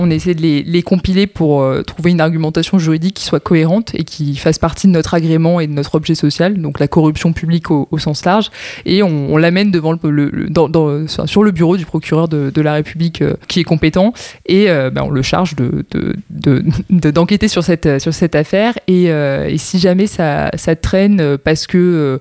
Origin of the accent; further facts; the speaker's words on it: Provence-Alpes-Côte d'Azur, France; moved away; j'ai 26 ans, je suis originaire des Bouches-du-Rhône